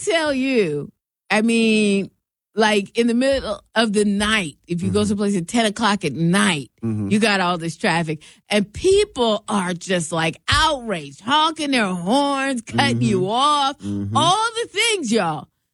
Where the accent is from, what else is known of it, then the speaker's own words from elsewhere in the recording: Washington, United States; moved away; I love my home state and my hometown.